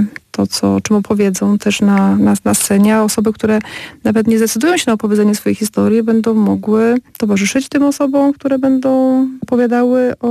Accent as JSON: {"language": "Polish", "town": "Kluczbork", "region": "Opole Voivodeship", "country": "Poland", "said": "ja pochodzę z Kurzborka"}